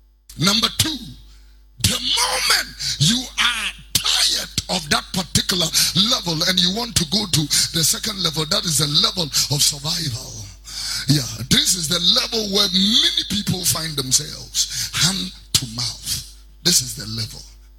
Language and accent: English; Accra, Greater Accra, Ghana; I lived with many people where I grew up here in Abeka and Fadama